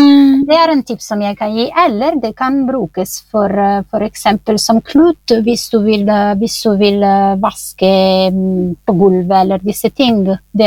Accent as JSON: {"language": "Norwegian", "country": "Italy", "second_language": "Norwegian", "moved": "yes", "lives_now": "Norway", "said": "jeg kommer fra Italia"}